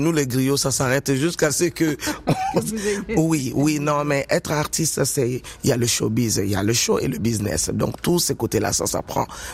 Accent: Quebec, Canada; on aime bien le dire au Québec, chez nous, on est Québécois, mais des différentes souches. Mm-hmm. Mais nous sommes tous Québécois.

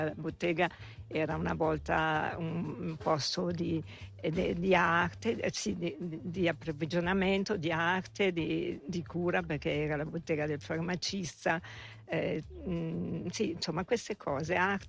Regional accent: Cassarate, Ticino, Switzerland; also born or lived in Italy / France; Ma Gandria, io sono cresciuta a Cassarate, poi sono stata in giro, insomma, per Italia, Francia, eccetera, ho fatto la mia vita fuor

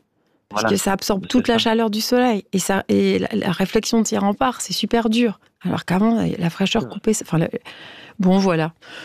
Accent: Switzerland; en tant que Suisse.

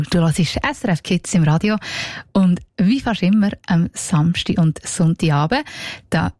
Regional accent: Switzerland; Aktuell ist ja gerade die Eishockey-WM bei uns in der Schweiz am Laufen.

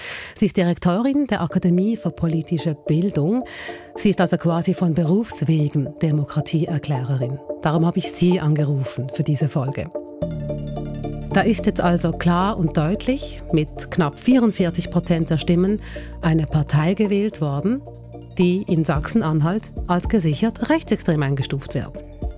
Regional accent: Switzerland; Ich meine, bei uns in der Schweiz geht bei eidgenössischen Wahlen meist mehr als die Hälfte gar nicht wählen.

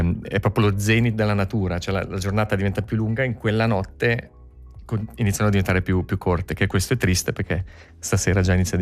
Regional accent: Caslano, Ticino, Switzerland; moved away as an adult; now in Basel, Switzerland; io sono ticinese, cresciuto a Caslano, però abito da 23 anni a Basilea

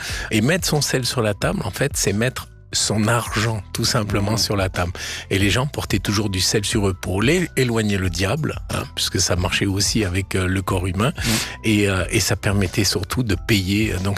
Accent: Provence-Alpes-Côte d'Azur, France; moi, je viens de Camargue, comme mon accent l'indique. Et mes parents avaient un restaurant en Camargue.

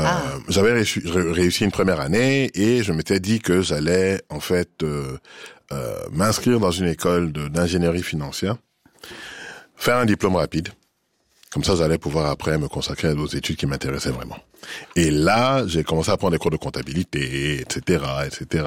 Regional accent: Côte d’Ivoire; disons que quand on grandit en Côte d'Ivoire, on a le sentiment de bien connaître la France

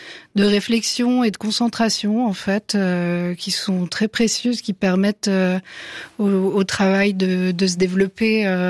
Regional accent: Switzerland; Donc moi j'étais l'année des Suisses.

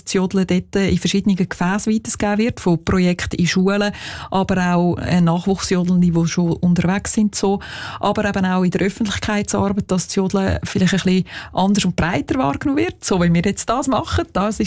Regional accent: Einsiedeln, Schwyz, Switzerland; Ja, ich bin zwar in Einsiedeln aufgewachsen, habe Appenzeller Wurzeln durch meinen Vater

